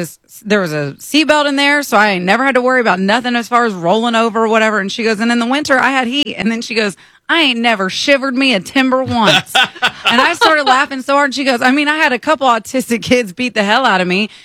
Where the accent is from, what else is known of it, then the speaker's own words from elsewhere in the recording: the South, United States; I grew up all in the South